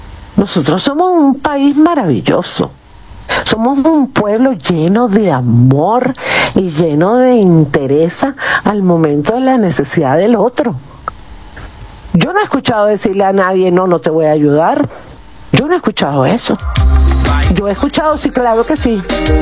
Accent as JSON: {"language": "Spanish", "country": "Venezuela", "said": "yo no vivía en La Guaira, yo tuve mi vida también en La Guaira, como muchos venezolanos."}